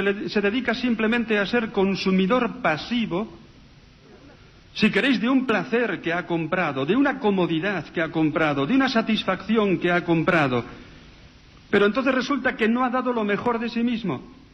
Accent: Navarre, Spain; moved away; yo soy un pueblo de la Ribera de Navarra, rico, pero inculto

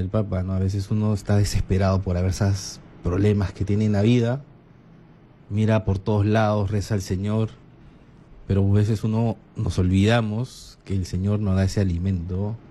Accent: Peru; de la historia de nosotros, del Perú.

